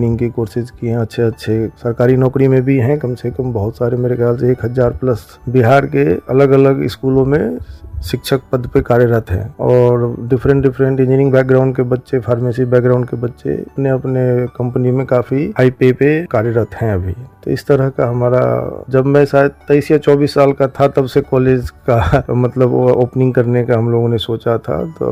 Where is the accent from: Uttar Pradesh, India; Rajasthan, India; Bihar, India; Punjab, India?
Bihar, India; moved away as an adult; now in Gurgaon, India; इसमें बिहार के तरफ से मेरा अलग एक लगाव है और मैं यहीं से पला बढ़ा हूँ